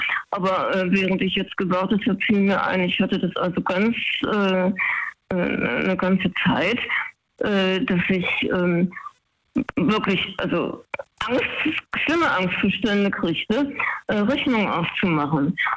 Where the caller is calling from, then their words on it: Baden-Württemberg, Germany; Aus der Ecke Schwarzwald.